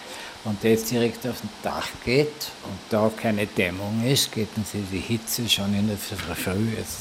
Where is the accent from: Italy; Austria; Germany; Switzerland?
Austria; Schruns, Vorarlberg; born there; Ich bin ja gebürtiger Schronshauser vom Vorarlberg. Da wäre ich auch gerne wieder zurückgezogen